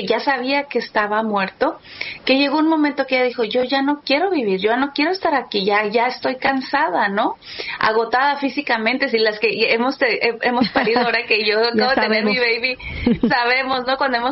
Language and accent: Spanish; Mexico City, Mexico; aunque yo pues nací en la Ciudad de México y pude ver a nuestra Madre Guadalupe ahí por mucho tiempo